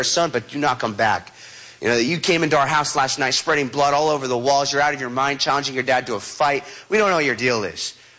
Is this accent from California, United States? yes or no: yes; Huntington, California, United States; born or raised there